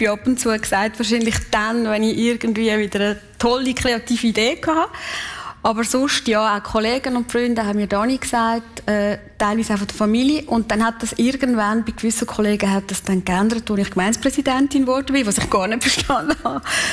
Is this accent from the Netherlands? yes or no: no; Kaltbrunn, St. Gallen, Switzerland; accent: Kaltbrunn dialect; Also ich meine, ich rede Kaltbrunner Dialekt, oder? Und es ist nicht, es tönt nicht nach St. Gallen.